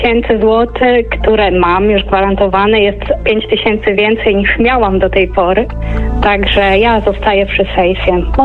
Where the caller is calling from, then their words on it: Warmian-Masurian Voivodeship, Poland; Ja jestem z Mazur